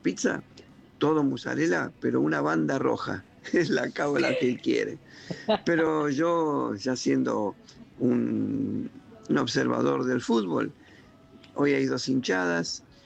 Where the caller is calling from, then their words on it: Buenos Aires, Argentina; de Villa del Parque.